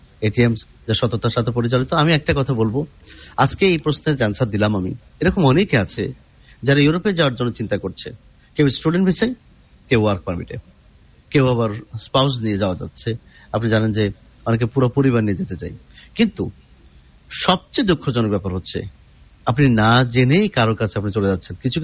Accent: Kushtia, Khulna Division, Bangladesh; আমার বাড়ি যেমন কুষ্টিয়া, তা আমি কিভাবে দেখা করবো?

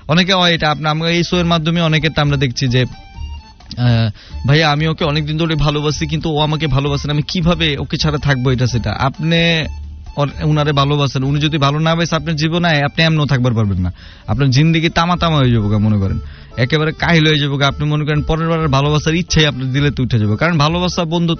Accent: Dhaka, Dhaka Division, Bangladesh; accent: Dhaka dialect; আমি পারি আমার ঢাকার ভাষাটা, বাকিগুলো আমি খুব একটা পারি না

